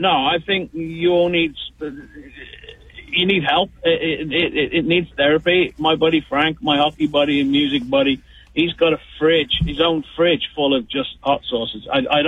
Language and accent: English; England, United Kingdom; I grew up eating curry. I'm English. It's our national dish.